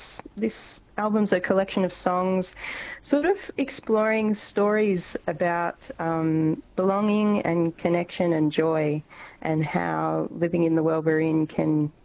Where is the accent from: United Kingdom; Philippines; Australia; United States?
Australia; Western Australia; now in Malmesbury, Australia; I grew up in Western Australia, and there's not much public transport there. So when I moved to Victoria